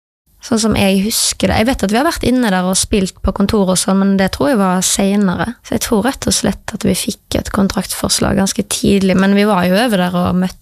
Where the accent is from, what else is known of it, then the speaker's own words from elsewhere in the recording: Kvinnherad, Vestland, Norway; Og jeg var jo helt ny. Jeg kom jo fra Kvinnerad og kjente jo ingen.